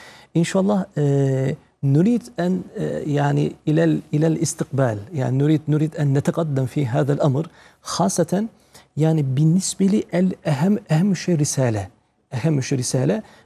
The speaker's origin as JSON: {"language": "Arabic", "country": "Turkey", "second_language": "Arabic", "said": "أنا كتركي"}